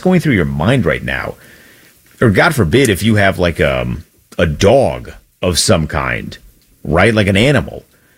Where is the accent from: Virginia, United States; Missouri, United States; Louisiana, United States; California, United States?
Virginia, United States; yeah, I grew up in Northern Virginia, we're close enough to the Pentagon, and the Pentagon was attacked.